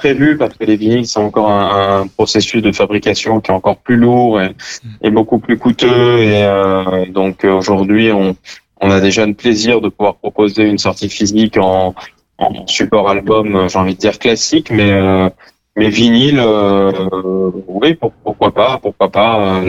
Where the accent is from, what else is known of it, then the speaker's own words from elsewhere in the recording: Marseille, Provence-Alpes-Côte d'Azur, France; born there; also born or lived in La Ciotat / Paris / Saint-Mandé / Nice; Je suis né à Marseille, donc La Ciotat, Paris, Saint-Mandé, ensuite Nice, Bandol. Donc c'est vrai qu'il y a eu énormément de déménagements.